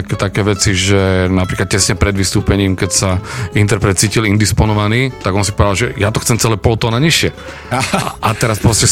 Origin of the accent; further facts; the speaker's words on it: Sereď, Trnava Region, Slovakia; som hral u mňa doma v Seredi